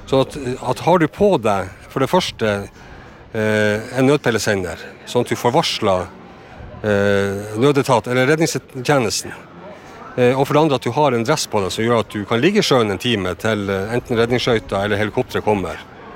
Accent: Kjøllefjord, Finnmark, Norway; jag är ju född och uppvuxen i Kjøllefjord i ett fiskevær.

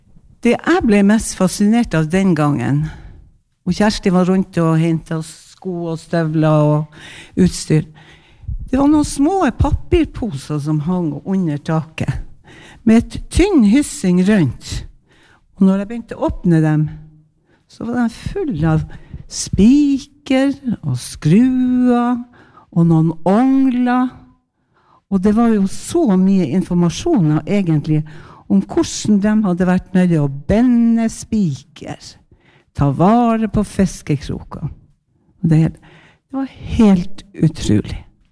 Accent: Honningsvåg, Finnmark, Norway; Jeg er fra Honningsvåg for dem av dere som ikke vet det. De som kjenner meg vet hvor jeg er fra. Og jeg liker å si at jeg er fra Honningsvåg. Og jeg liker å si at jeg er fra Finnmark. Og jeg liker å si at jeg kjenner kystkulturen.

